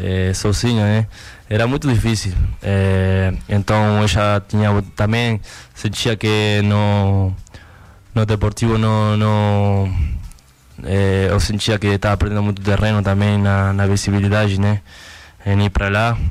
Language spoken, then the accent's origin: Portuguese; Uruguay; Portuguese is a second language; now in Brazil; Sim, é muito diferente que daqui do Brasil, que é do Uruguai. Meu país natal é muito diferente